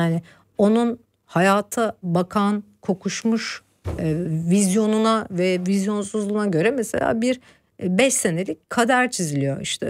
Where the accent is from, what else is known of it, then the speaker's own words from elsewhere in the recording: Anatolia, Turkey; orada doğup büyümemiş olsam bu müziği yapabileceğimi de sanmıyorum.